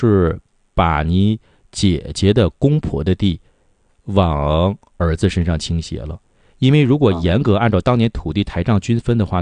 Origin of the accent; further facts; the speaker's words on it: Northeast China, China; accent: Northeastern Mandarin; 咱们东北话讲叫生了不添死的不去